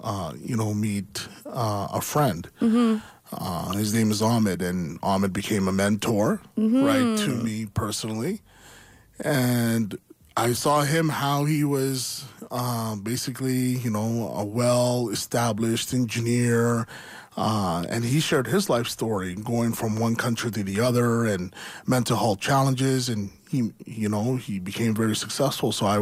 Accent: Calgary, Alberta, Canada; I grew up here. That's my relationship to Calgary. Calgary's home.

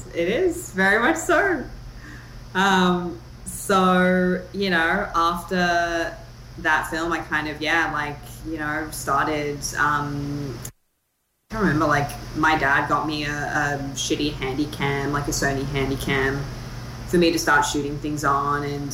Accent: Sydney, New South Wales, Australia; So I grew up in Sydney, in the suburbs, and neither of my parents were in the film industry.

